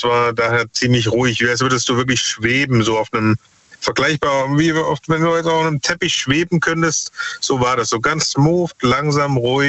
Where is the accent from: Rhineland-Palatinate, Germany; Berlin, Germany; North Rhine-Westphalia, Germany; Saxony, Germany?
Saxony, Germany; Dresden; now in Stuttgart, Germany; Ja, genau, richtig. Stuttgart geboren, Dresden groß geworden und jetzt seit 10 bis 15 Jahren wieder hier im Ländle, ne?